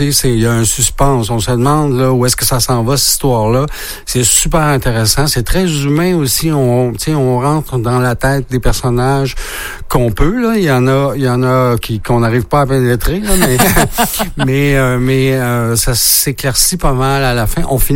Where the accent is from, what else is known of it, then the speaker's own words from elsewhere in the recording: Quebec, Canada; ça nous dépayse un peu là en tant que Gaspésien.